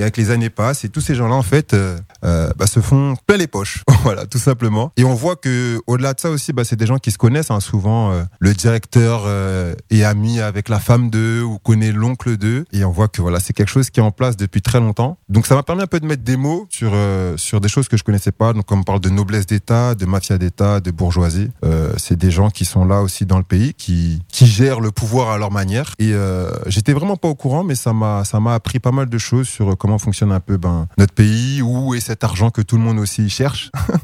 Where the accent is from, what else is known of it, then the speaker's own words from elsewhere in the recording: France; j'ai grandi ici, j'ai grandi en France, j'ai 32 ans.